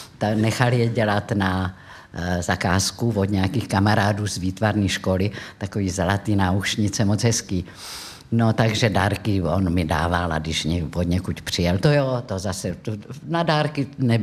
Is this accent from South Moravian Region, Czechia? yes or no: yes; Brno, South Moravian Region, Czechia; protože jsem Brňačka a milovala jsem Brno